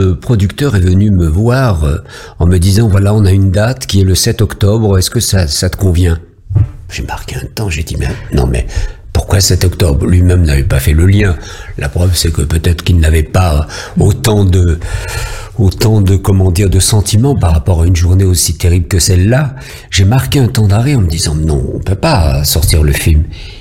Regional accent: France; Je suis français depuis toujours, même si mon cœur bat pour Israël et mes racines sont en Algérie. Je suis africain de racines et français de vie.

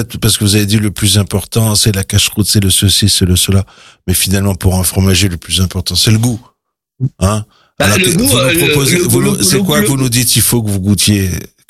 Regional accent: Lyon, Auvergne-Rhône-Alpes, France; moi je suis lyonnais.

